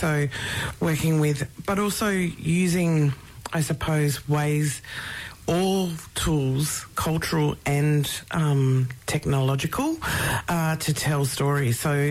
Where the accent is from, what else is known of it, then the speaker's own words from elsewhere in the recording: Alice Springs, Northern Territory, Australia; born there; I was born on Mbantua, so to the Arunda mob in Central Australia.